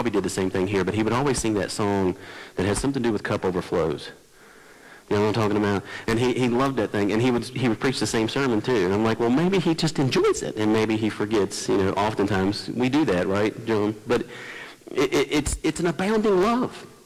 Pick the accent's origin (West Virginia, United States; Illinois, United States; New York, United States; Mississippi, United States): West Virginia, United States; She said, you know, where are you from? I'm from West Virginia.